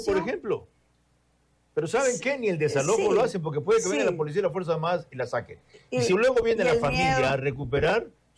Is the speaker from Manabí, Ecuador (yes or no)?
yes; Bahía de Caráquez, Manabí, Ecuador; estamos en Loja y en Bahía de Caracas, mi tierra